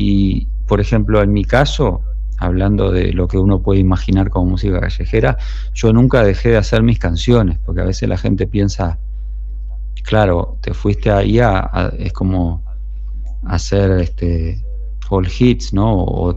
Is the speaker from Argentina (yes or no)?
no; Uruguay; accent: Uruguayan; now in Spain; ¿cómo mantienes como mi acento de uruguayo cuando hablo como que no estoy tan contaminado por el español de España?